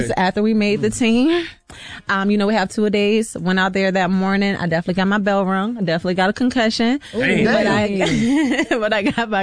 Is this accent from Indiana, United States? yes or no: no; Richmond, Virginia, United States; Yes, I'm from Virginia.